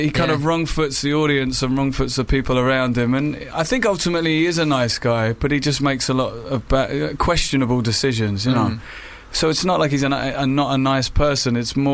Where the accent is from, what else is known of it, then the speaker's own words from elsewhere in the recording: Surrey, South East England, United Kingdom; moved away as an adult; also born or lived in London / Manchester; I was born in London, and then I grew up just outside in Surrey